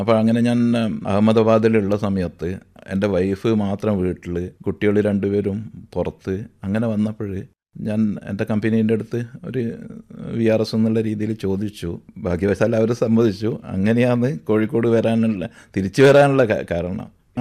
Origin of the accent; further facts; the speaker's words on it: Thalassery, Kerala, India; moved away as an adult; also born or lived in Ahmedabad; now in Kozhikode, India; ഞാൻ കോഴിക്കോട് വന്നത് 2000-ലാണ്. എൻ്റെ സ്വദേശം തലശ്ശേരിയാണ്.